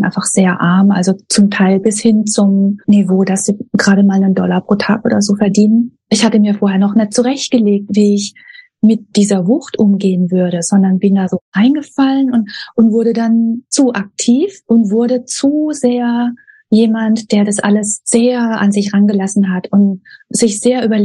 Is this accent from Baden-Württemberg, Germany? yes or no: yes; Baden-Württemberg, Germany; moved away as an adult; now in Cambodia; Ich komme aus dem Süden Deutschlands, bei Bruchsal bin ich groß geworden